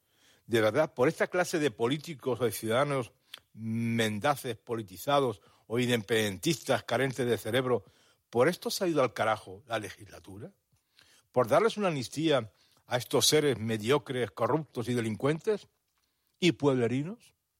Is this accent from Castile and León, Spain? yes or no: no; Canary Islands, Spain; personas que vivimos y que somos canarios